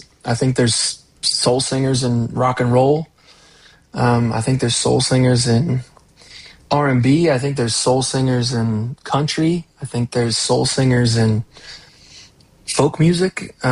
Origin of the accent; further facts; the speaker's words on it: Washington, United States; now in Seattle, United States; Moved over to Seattle. I'm from Eastern Washington, kind of near Spokane, if folk know where that's at.